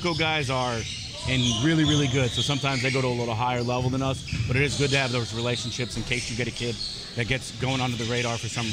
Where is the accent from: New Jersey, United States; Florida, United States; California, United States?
Florida, United States; I'm from Florida. I'm from South Florida.